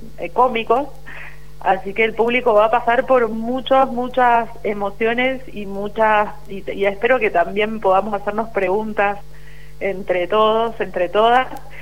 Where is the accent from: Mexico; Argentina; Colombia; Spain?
Argentina; Mendoza; el público mendocino es un público muy exigente, somos muy andinos